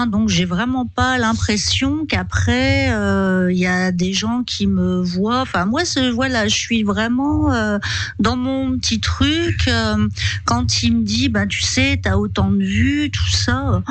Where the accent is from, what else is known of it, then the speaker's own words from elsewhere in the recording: Lille, Hauts-de-France, France; now in Toulouse, France; Oui, après moi d'origine je suis lilloise